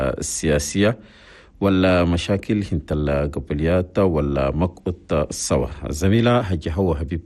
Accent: Chad

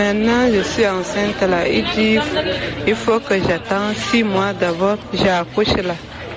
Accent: Pala, Mayo-Kebbi Ouest, Chad

